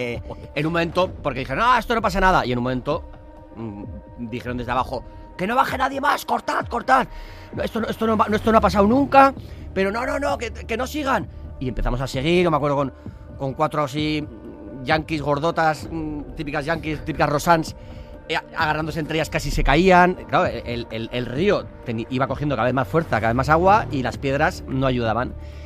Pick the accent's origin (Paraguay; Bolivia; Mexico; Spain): Spain; San Sebastián, Basque Country